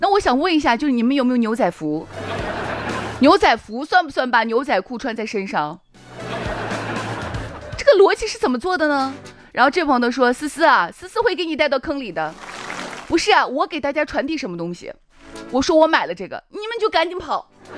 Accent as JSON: {"language": "Chinese", "country": "China", "said": "原来我们中国人非常喜欢叫恨海情天那种爱情方式。"}